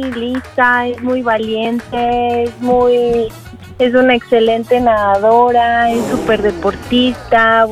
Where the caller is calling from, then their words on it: Guadalajara, Jalisco, Mexico; de Guadalajara.